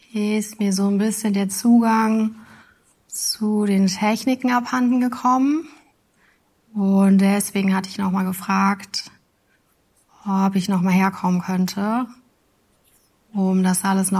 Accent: Cologne, North Rhine-Westphalia, Germany; accent: Singsang; Und ich komme aus Köln. Das ist halt dieser Singsang.

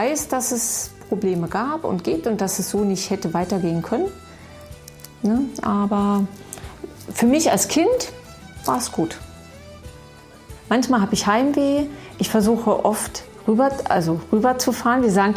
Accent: Brandenburg, Germany; Also ich liebe es, dort zu sein, das Gefühl dort zu sein, weil ich einfach denke, das ist meine Heimat

